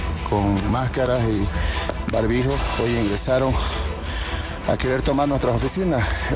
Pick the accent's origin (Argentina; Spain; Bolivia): Bolivia; Pando; moved away; Yo no soy de acá, soy ejecutivo nacional, pero soy de Pando. No tengo familia acá